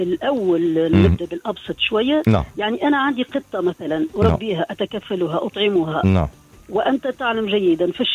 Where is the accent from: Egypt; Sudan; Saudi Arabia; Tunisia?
Tunisia; لماذا في تونس عندنا عادات أظن أنها بعيدة شوية عن العقيدة؟